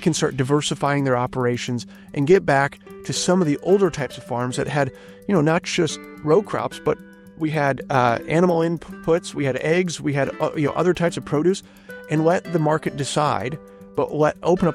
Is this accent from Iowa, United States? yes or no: yes; Hinton, Iowa, United States; my background, I grew up in Northwest Iowa, outside of a small town called Hinton, just a few hundred people.